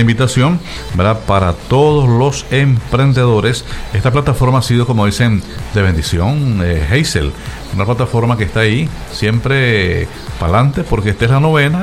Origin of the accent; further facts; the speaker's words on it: Nicaragua; como los NICA, que todos vamos a.